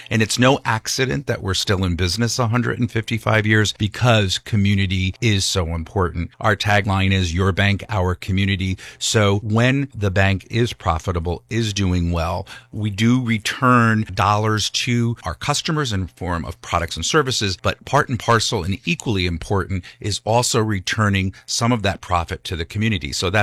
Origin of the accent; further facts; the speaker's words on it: Wallkill, New York, United States; I was born and raised in Wallkill, New York, in Ulster County. … I'm the 13th generation. My sons and daughter are the 14th generation. So we settled here in the Kingston area and didn't go very far, Wallkill